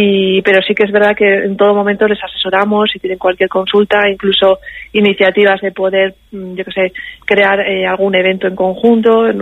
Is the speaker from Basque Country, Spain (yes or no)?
yes; Basque Country, Spain; como buenos vascos aquí de Euskadi